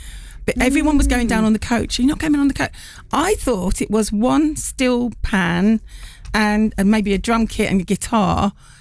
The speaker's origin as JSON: {"language": "English", "town": "Birmingham", "region": "West Midlands", "country": "United Kingdom", "moved": "as an adult", "lives_now": "London, United Kingdom", "said": "I'm a Brummer."}